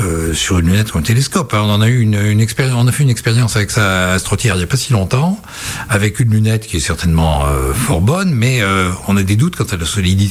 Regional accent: Auvergne-Rhône-Alpes, France; Je suis auvergnat

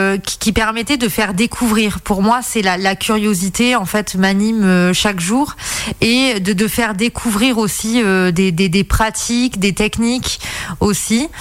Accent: south of France, France; now in Auvergne, France; Je suis originaire du sud de la France

